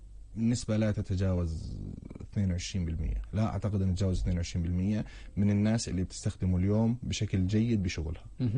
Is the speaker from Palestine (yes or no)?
yes; Palestine; احنا كفلسطينيين